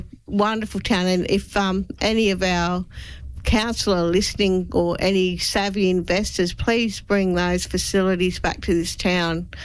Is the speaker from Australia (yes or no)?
yes; Grafton, New South Wales, Australia; born or raised there